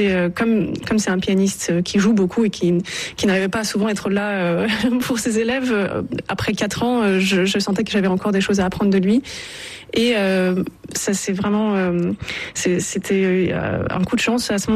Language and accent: French; Lyon, Auvergne-Rhône-Alpes, France; Et donc je suis née à Lyon et j'ai grandi et fait ma scolarité à Lyon.